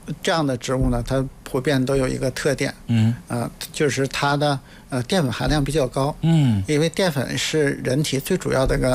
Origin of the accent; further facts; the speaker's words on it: China; 我们中国人